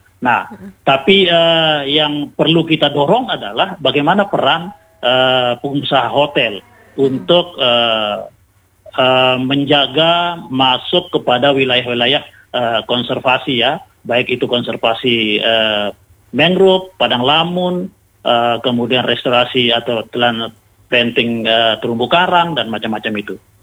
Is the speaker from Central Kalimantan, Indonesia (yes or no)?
no; West Nusa Tenggara, Indonesia; teman-teman di kampung saya menangkap ikan di sekitar perairan Labuan Haji Tanjung Luar